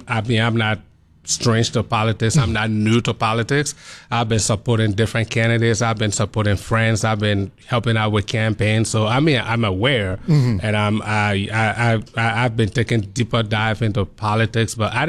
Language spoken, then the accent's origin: English; Liberia; moved away as an adult; also born or lived in Philadelphia; now in Fargo, United States; I was born in Liberia. And I've been back and forth to the U.S. For conferences, but then I came back in 2013 or 2014